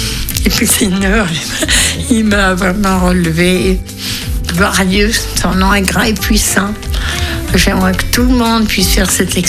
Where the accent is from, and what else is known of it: Germany; French is a second language; now in Switzerland